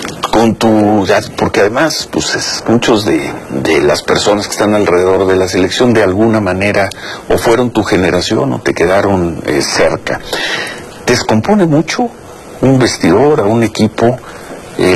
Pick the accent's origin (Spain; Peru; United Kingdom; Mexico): Mexico; porque somos mexicanos.